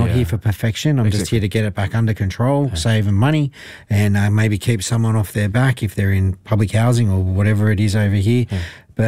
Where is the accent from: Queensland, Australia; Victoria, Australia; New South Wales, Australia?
New South Wales, Australia; Oh, it was beautiful. I'm from New South Wales.